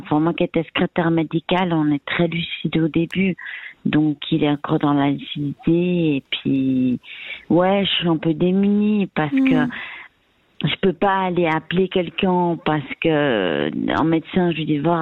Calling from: Geneva, Switzerland; moi, je suis à Genève

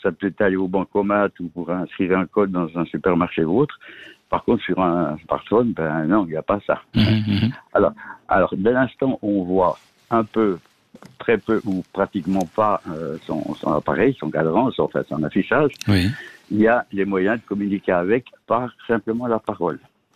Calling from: Châtel, Switzerland; j'habite à Châtel

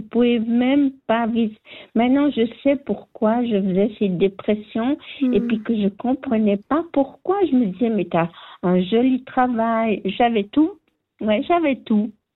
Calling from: Vevey, Vaud, Switzerland; j'habite à Vevey, proche de Vevey

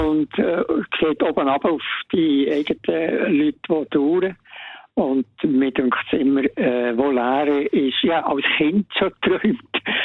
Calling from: Bern, Switzerland; Ich bin Berner

